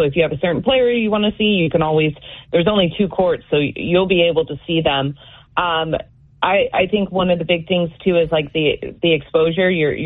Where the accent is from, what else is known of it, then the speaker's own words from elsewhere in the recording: Spokane, Washington, United States; growing up in Spokane